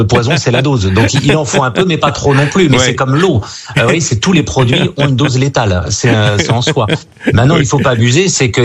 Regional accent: Brittany, France; born there; moi, je suis né en Bretagne et mon grand-père était charcutier.

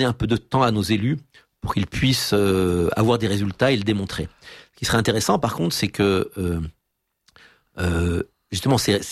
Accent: France; en tant que Français de l'étranger, c'est un sujet qui nous concerne.

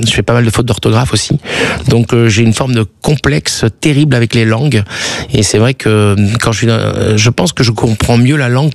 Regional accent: France; accent: French; Heureusement qu'ils disaient que j'étais charming, enfin mon petit côté French avec mon accent

